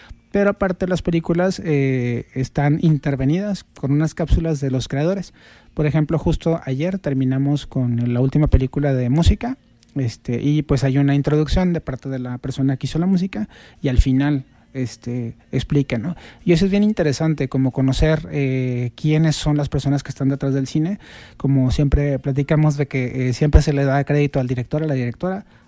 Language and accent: Spanish; Mexico